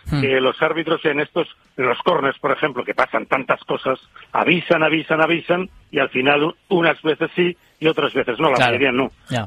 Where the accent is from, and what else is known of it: Castellón de la Plana, Valencian Community, Spain; now in Madrid, Spain